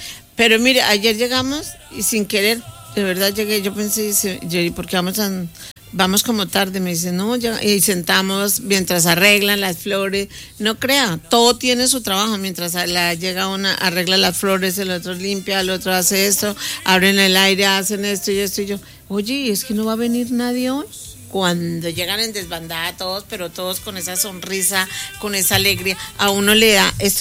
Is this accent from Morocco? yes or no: no; Colombia; yo soy colombiana